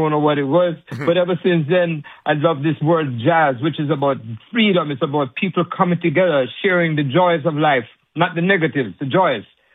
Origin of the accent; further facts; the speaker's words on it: Kingston, Kingston Parish, Jamaica; now in United States; I am indeed born and raised in Kingston, Jamaica. I come from Jamaica, just like … or like all the other great.